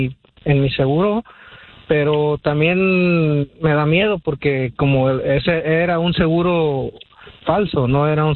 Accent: León, Guanajuato, Mexico; Yo soy de Guanajuato.

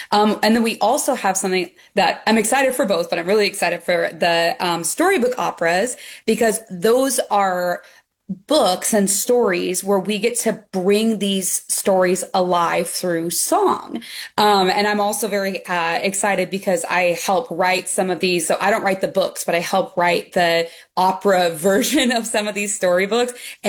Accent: Nebraska, United States; now in Houston, United States; I'm from Nebraska originally, so

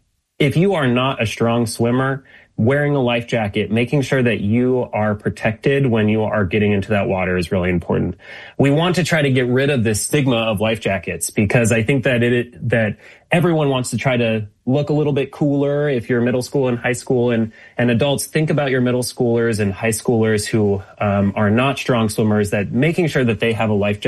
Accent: Federal Way, Washington, United States; born or raised there

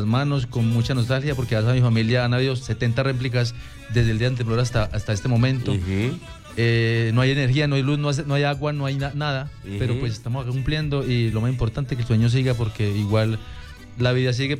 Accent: Manizales, Caldas, Colombia; also born or lived in Filadelfia; Yo soy de Manizales Caldas, crecí en Manizales, nacido en Filadelfia Caldas, a media hora de Manizales.

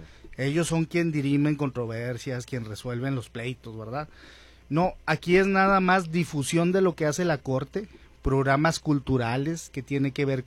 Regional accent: Mexico; nosotros como pueblo mexicano

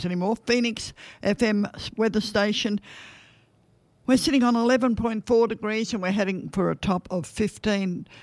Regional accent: Queensland, Australia; moved away; I'm a Queenslander.

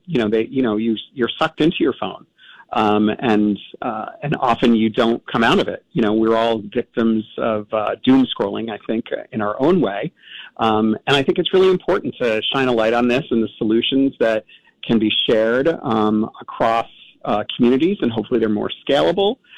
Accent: New York, United States; You know, I'm born and bred in New York

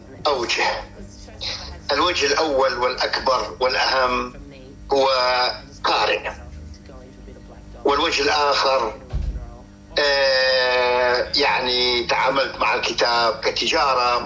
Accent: Iraq; عراقي من مواليد العراق 1955, وخريج آداب لغة عربية.

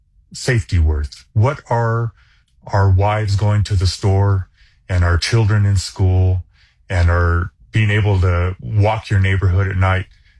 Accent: Albuquerque, New Mexico, United States; And again, born and raised in Albuquerque.

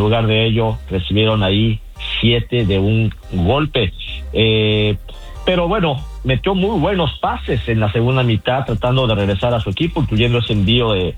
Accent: Mexico City, Mexico; yo soy de la Ciudad de México

